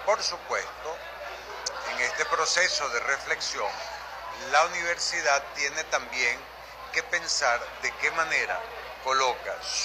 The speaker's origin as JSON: {"language": "Spanish", "country": "Venezuela", "said": "que entendamos que todos somos venezolanos."}